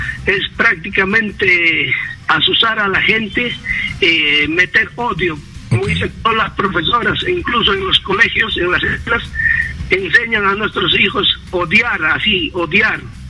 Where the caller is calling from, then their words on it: Ayacucho, Peru; Yo soy de Ayacucho